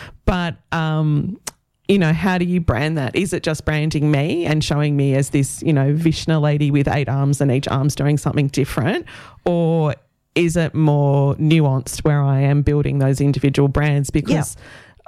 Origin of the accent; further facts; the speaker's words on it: Central Coast, New South Wales, Australia; my grandmother and my great grandmother, were the cooks at the local hotel in my hometown on the Central Coast.